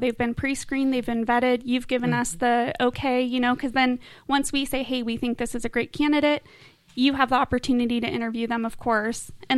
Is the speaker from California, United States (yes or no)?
yes; Eureka, California, United States; now in Redding, United States; So I was born and raised in Eureka. And then my dad got a job as a teacher and football coach here in Reading. So our family moved over to Reading.